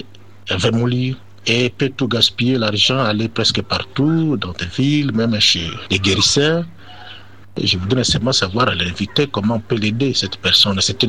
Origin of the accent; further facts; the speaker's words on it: Baraka, South Kivu, DR Congo; je viens de la République démocratique du Congo, dans la ville de Baraka.